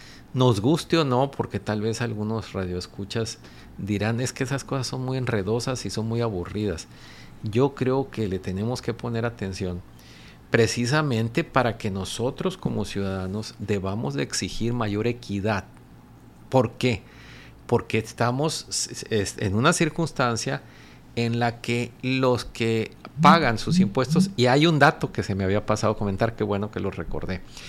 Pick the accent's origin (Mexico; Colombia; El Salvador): Mexico; Porque finalmente todos somos mexicanos.